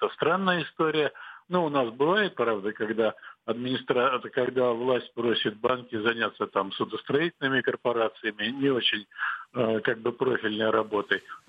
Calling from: Vladivostok, Primorsky Krai, Russia; Я звоню вам из Владивостока.

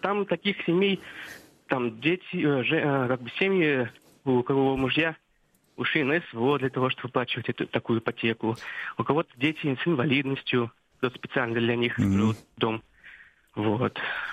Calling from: Cheboksary, Chuvashia, Russia; я из Чувашии, солнечной Чувашии, Чебоксары.

